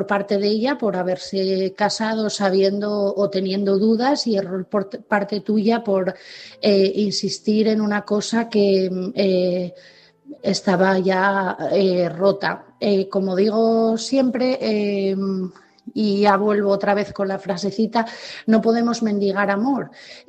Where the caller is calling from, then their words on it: Asturias, Spain; de Asturias